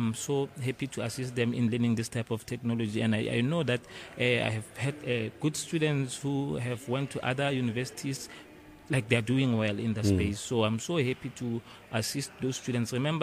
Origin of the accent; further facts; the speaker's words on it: Mahikeng, North West, South Africa; Home, I'm from Northwest, I'm from Mafikeng